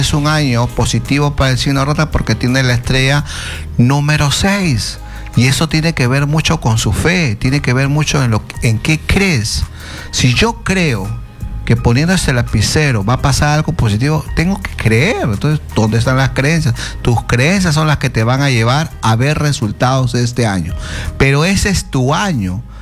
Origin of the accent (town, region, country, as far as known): Peru